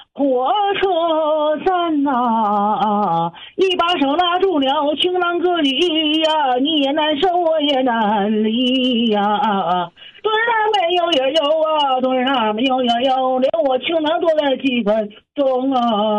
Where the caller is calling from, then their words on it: Shenyang, Liaoning, China; 我在沈阳